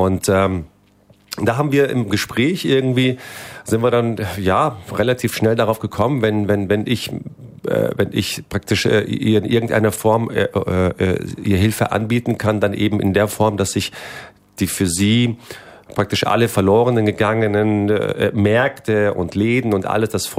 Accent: Turkey; Da gab es eben dieses Erdbeben in der Türkei, im Süden der Türkei. In meiner Heimat, Geburtsort ist das alles passiert.

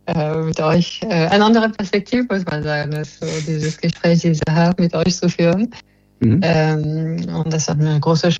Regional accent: France; German is a second language; now in Germany; Als Französin in Deutschland, Bundeskanzlerin zu werden, ist ein bisschen verrückt.

